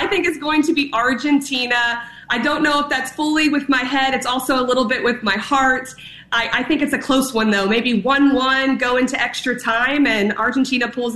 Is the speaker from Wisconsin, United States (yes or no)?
no; Texas, United States; being a Texan